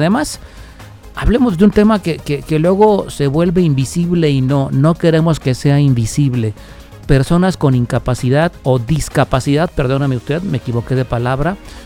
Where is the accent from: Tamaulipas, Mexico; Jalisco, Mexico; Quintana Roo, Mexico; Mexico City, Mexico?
Jalisco, Mexico; Guadalajara; para nosotros los tapatíos.